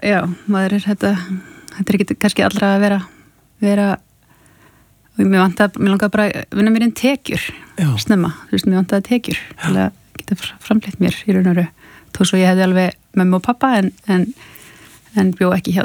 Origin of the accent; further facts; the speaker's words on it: Reykjavík, Capital Region, Iceland; also born or lived in Vestmannaeyjar; Hérna og þaðan. Vestmann er Reykjavík. Já, margir staðir í stuttan tíma.